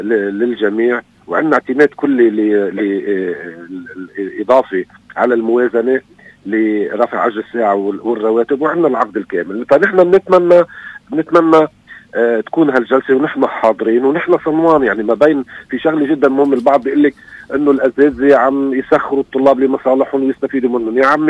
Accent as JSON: {"language": "Arabic", "country": "Lebanon", "said": "أنا كإنسان لبناني بيهمني يكون في سيادة حقيقية،"}